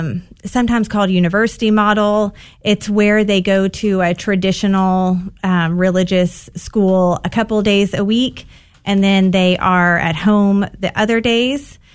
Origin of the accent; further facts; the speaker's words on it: Texas, United States; and I'm from East Texas. I didn't know anybody that was homeschooled